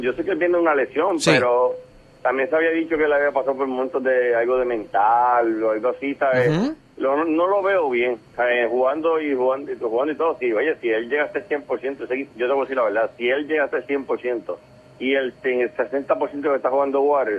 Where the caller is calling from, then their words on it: Bayamón, Puerto Rico; Buenos días … de Bayamón, Levitón.